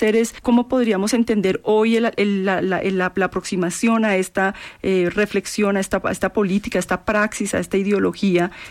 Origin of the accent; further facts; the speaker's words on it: Colombia; nosotros y nosotras como colombianas